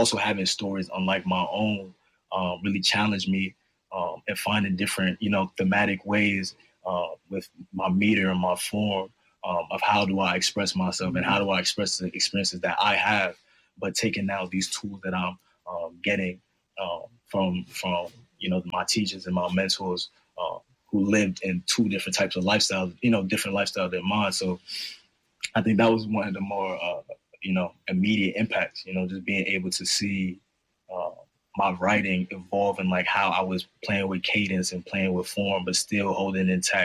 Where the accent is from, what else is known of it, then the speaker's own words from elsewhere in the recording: New York City, New York, United States; moved away as an adult; growing up in Harlem